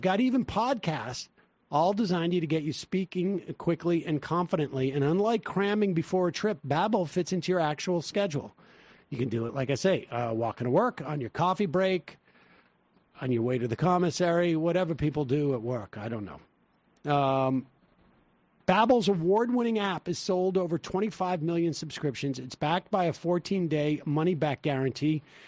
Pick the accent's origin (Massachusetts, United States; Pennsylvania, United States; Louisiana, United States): Massachusetts, United States; accent: Massachusetts; my English isn't even so great because of my Massachusetts accent.